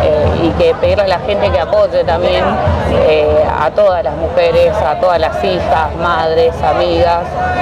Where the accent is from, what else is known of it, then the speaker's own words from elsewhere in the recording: Misiones, Argentina; soy oriunda de Misiones.